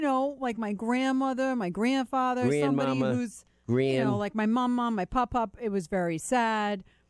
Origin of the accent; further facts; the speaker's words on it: Ireland; We don't have feelings. We're Irish.